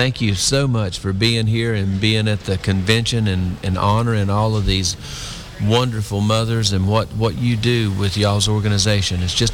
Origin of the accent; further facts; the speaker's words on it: North Carolina, United States; Well, I grew up in North Carolina, and I was adopted when I was 5 years old.